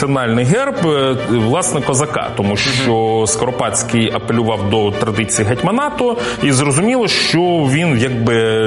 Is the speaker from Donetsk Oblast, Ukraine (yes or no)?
no; Kharkiv, Kharkiv Oblast, Ukraine; я народився і виріс в Харкові